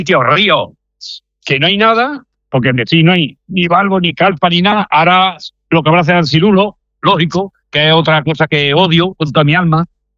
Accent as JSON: {"language": "Spanish", "town": "Córdoba", "region": "Andalusia", "country": "Spain", "tie": "born or raised there", "moved": "as an adult", "lives_now": "Logroño, Spain", "said": "pues yo llevo pescando de chaval, ahí en Córdoba, a los barbos y a las carpas. Pero cuando me vine aquí ya a Logroño, ya tenía 30 años"}